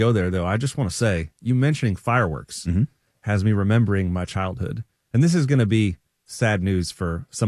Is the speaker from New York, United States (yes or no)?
no; Illinois, United States; now in Southern United States; I grew up in the North in Illinois